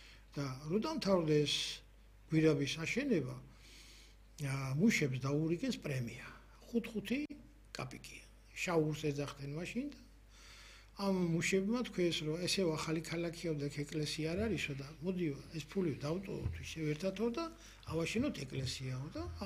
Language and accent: Georgian; Khashuri, Shida Kartli, Georgia; ხაშურში და გავიზარდე სკოლა იგი დავამთავრე და ხაშურში იყო ეკლესია.